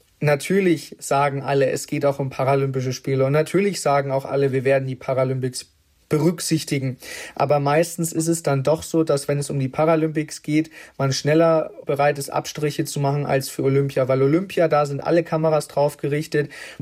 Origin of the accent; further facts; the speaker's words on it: Erlangen, Bavaria, Germany; Wenn ich sage, ich komme aus Erlangen, können die Leute damit nicht so richtig was anfangen.